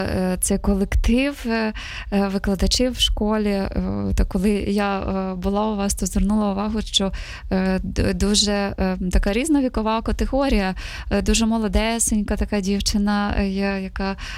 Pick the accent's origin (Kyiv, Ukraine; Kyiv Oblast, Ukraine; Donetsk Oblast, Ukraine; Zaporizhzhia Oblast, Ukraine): Zaporizhzhia Oblast, Ukraine; Zaporizhzhia; Ну, мої рідні в Запоріжжі та моє рідне місто